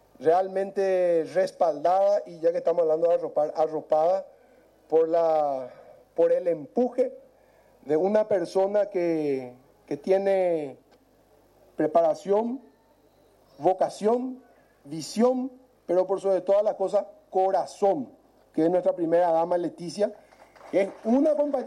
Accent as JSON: {"language": "Spanish", "country": "Paraguay", "said": "como paraguayo, como una persona que viene trabajando hace mucho tiempo en el área"}